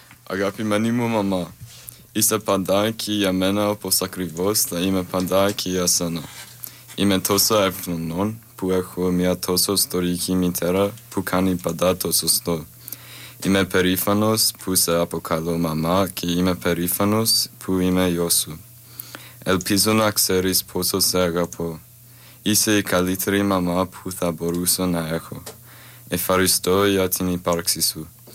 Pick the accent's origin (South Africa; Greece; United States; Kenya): Greece; Thessaly; We're from Pelion. It's like Volos area, like a small village near Volos.